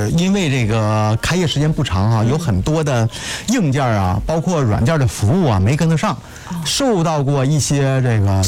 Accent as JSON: {"language": "Chinese", "region": "Northeast China", "country": "China"}